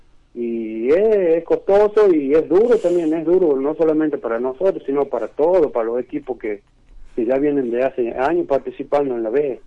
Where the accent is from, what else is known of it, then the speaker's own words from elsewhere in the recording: Argentina; also born or lived in Rosario / Buenos Aires; yo soy de acá, del Raro, del pueblo, y bueno, yo siempre he jugado afuera, me fui a Rosario, a Buenos Aires, jugué afuera, después me vine